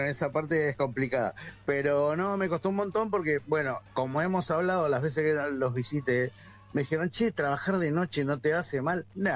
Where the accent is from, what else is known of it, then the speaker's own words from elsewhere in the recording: Quilmes, Buenos Aires Province, Argentina; flaco, soy de Quilmes, ¿a quién querés que te traiga a las 12 de la noche?